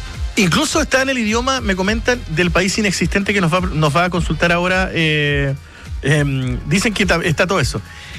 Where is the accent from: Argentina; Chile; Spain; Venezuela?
Chile; porque yo soy chileno y porque no me gusta la música en inglés.